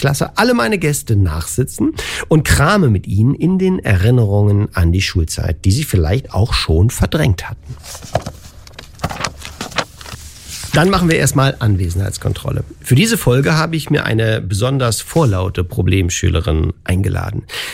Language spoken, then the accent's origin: German; Berlin, Germany; Also ich bin groß geworden am Theodor-Heuss-Platz.